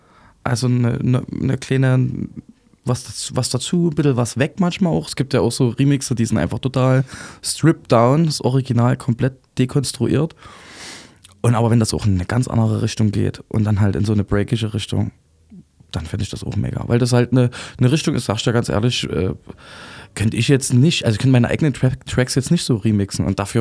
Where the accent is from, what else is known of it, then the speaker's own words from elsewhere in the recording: Thuringia, Germany; ich komme aus dem Altenburger Land, auf jeden Fall Provinz. Mhm. Safe Provinz.